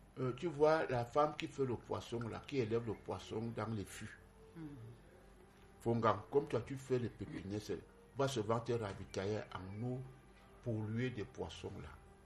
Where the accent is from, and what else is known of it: Cameroon